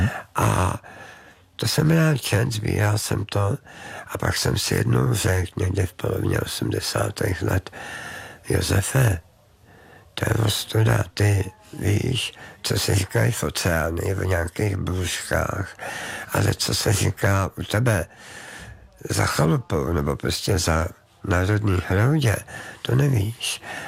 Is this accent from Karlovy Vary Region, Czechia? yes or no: yes; Cheb, Karlovy Vary Region, Czechia; Já jsem z Chebu, takže a jezdil jsem tam v létě s maminkou